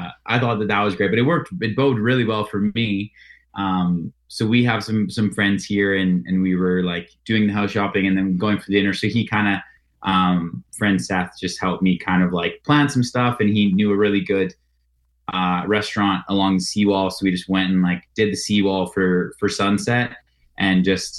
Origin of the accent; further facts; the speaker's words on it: Lethbridge, Alberta, Canada; also born or lived in Coaldale; to high school in Coaldale, which is even smaller, like a little bit east there. And then, did most of my growing up in Lethbridge.